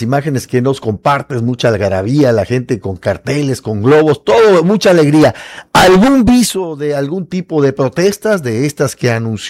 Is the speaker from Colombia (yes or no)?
no; Tabasco, Mexico; ya sabe cómo somos los tabasqueños